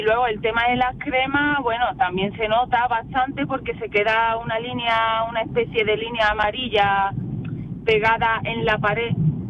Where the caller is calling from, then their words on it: Dos Hermanas, Andalusia, Spain; Yo soy de Los Hermanas.